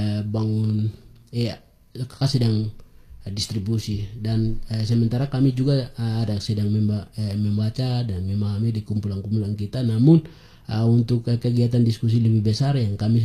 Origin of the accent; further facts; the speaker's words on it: Baliem Valley, Highland Papua, Indonesia; first language Nayak (Dani / Lembah language); Indonesian is a second language; saya anak Lembah asli. Dari Jaya-Jaya sini.